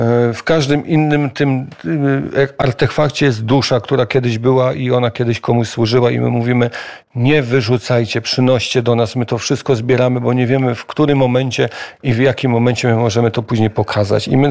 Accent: Pomeranian Voivodeship, Poland; z krwi i kości i dla mnie najważniejsza jest sytuacja taka związana z historią, z naszą tożsamością, z naszą kulturą kaszubską. No, mieszkamy nad morzem

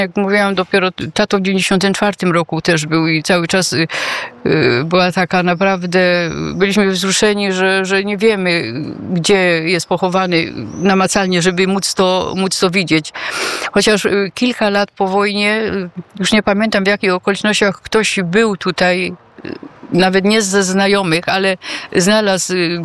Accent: Silesian Voivodeship, Poland; my ze Śląska Cieszyńskiego pochodzimy

